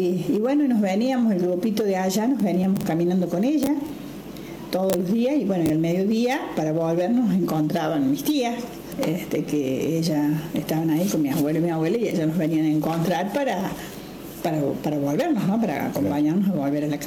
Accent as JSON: {"language": "Spanish", "town": "Los Permanentes", "region": "Córdoba", "country": "Argentina", "tie": "born or raised there", "also_born_or_lived": "Río Cuarto", "said": "Bueno, yo nací en Río Cuarto, pero me crié acá en Los Permanentes."}